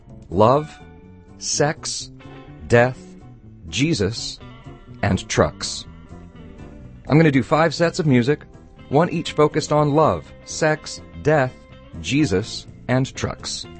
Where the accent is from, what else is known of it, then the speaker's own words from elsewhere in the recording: Oklahoma, United States; I grew up in Oklahoma. I was there throughout the 80s and the 90s